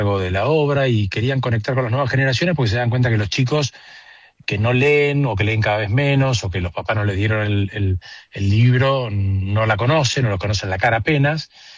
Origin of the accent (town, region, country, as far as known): Argentina